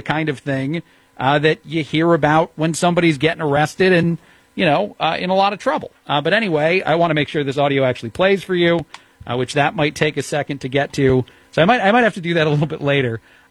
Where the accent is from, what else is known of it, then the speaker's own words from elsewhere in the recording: New Jersey, United States; I'm someone who was born and raised on the East Coast in Jersey